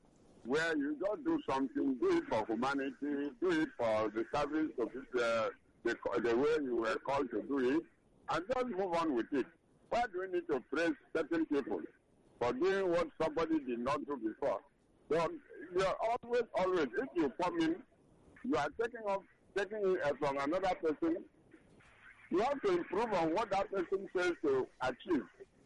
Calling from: Okota, Lagos, Nigeria; is calling from Okota.

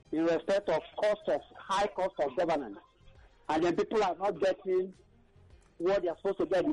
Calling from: Nigeria; I'm calling from Abanganje

